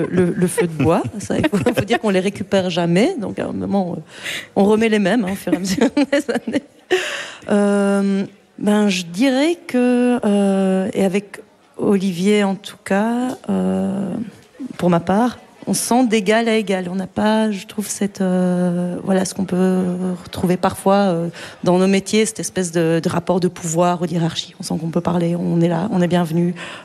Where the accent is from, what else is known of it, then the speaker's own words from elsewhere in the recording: Liège, Wallonia, Belgium; Donc, je viens de Liège